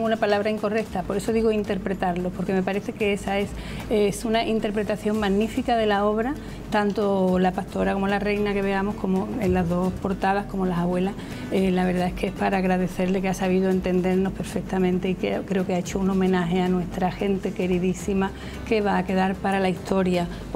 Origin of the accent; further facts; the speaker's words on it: Almonte, Andalusia, Spain; mi pueblo, mi querido Almonte